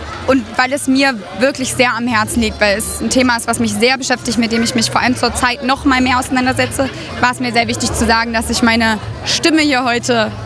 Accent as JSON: {"language": "German", "town": "Aschersleben", "region": "Saxony-Anhalt", "country": "Germany", "moved": "yes", "lives_now": "Magdeburg, Germany", "said": "ich komme ursprünglich aus Aschersleben und wohne jetzt in Magdeburg."}